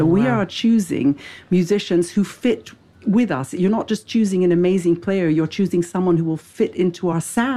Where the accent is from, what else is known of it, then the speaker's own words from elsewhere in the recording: United Kingdom; now in Berlin, Germany; I'm a Brit in the Berlin Philharmonic.